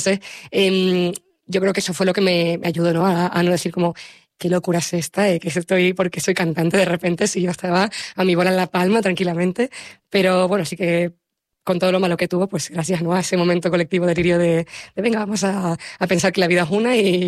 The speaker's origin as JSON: {"language": "Spanish", "region": "Canary Islands", "country": "Spain", "said": "gente que simplemente está buscando otro futuro mejor, como los canarios siempre lo hemos hecho."}